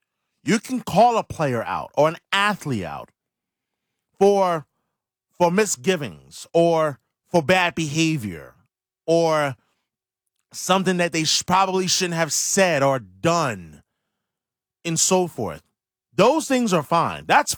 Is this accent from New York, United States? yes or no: yes; New York, United States; moved away; growing up in New York.